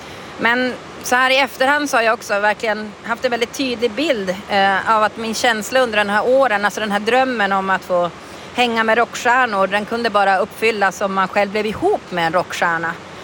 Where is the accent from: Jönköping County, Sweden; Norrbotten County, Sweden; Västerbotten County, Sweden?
Norrbotten County, Sweden; Luleå; moved away; also born or lived in Torne Valley; jag växte upp i Luleå på området Porsön, så det har ju format mig givetvis.